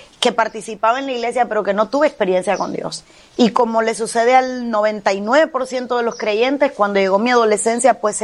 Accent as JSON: {"language": "Spanish", "country": "Cuba", "tie": "born or raised there", "moved": "yes", "said": "soy cubana, nací en Cuba, crecí en Cuba, me casé en Cuba, di a luz mis 3 hijos en Cuba"}